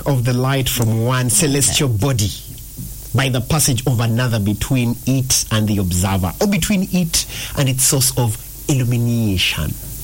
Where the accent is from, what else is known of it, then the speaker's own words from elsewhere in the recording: Uganda; We told them, we're from Uganda.